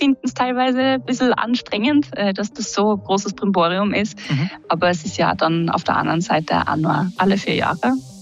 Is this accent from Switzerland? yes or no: no; Gothenburg, Västra Götaland County, Sweden; Sie sitzen bei uns zum Beispiel auch in meiner Heimatstadt dann, also in Göteborg, sitzen sie ja in die Trikots in der Nacht im Fußballstadion und haben das Public Viewing an.